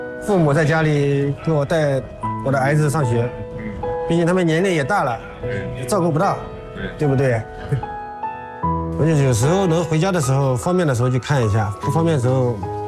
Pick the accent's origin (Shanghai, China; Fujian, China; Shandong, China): Shandong, China; Weishan Island; 我老家就是在那个文山岛直对过，离文山岛大概有2000米吧，一个村子。